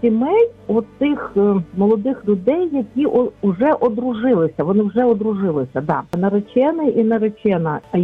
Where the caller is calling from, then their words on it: Lviv, Lviv Oblast, Ukraine; я зі Львова.